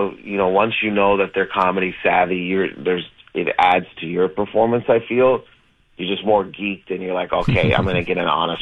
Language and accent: English; Windsor, Ontario, Canada; now in Los Angeles, United States; my home is Los Angeles.